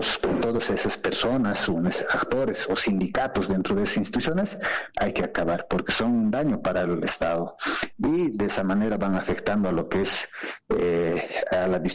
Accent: Bolivia

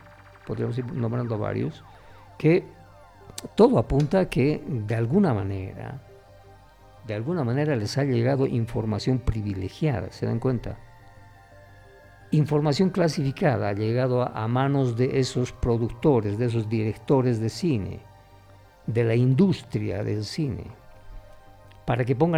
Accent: Bolivia; nosotros mismos, como bolivianos

